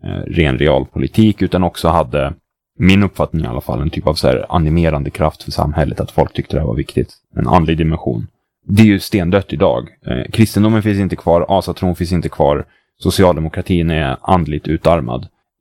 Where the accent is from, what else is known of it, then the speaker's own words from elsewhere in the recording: Sweden; Särskilt inte som vi svenskar har en tendens att så här, skala bort fasteperioder men behålla mat ritualerna som kommer efter dem, typ så här med att vi äter semlor.